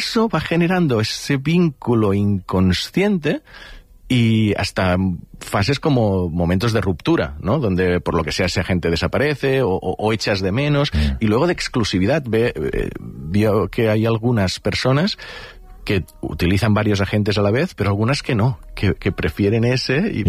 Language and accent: Spanish; Catalonia, Spain